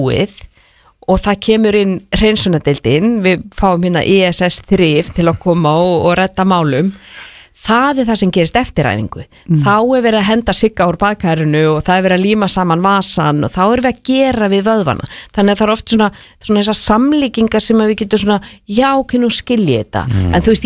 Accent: Reykjavík, Capital Region, Iceland; also born or lived in Edinburgh; 1. oktober 1979 þegar ég fæddist, ólst upp í Fossvoginum

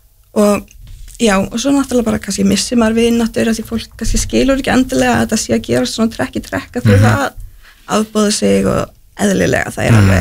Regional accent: Njarðvík, Southern Peninsula, Iceland; Þegar ég var yngri og bjó, ég sett fættu upp í Njarvík og ég bjó þar

